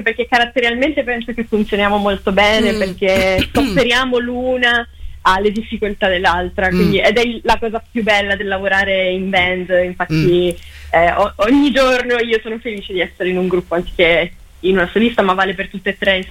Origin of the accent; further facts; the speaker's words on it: Sardinia, Italy; Tra l'altro io sono sarda, quindi arrivo da una comunità matriarcale, per me è ancora più, diciamo, più interessante capire.